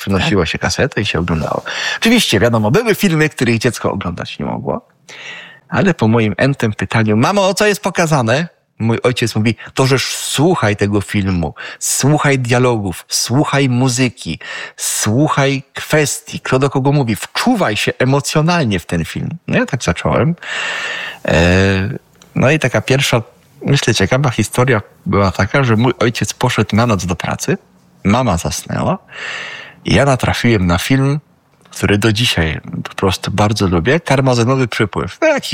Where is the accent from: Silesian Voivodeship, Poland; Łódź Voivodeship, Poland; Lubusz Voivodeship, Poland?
Silesian Voivodeship, Poland; Sosnowiec; Ja pochodzę ze Śląska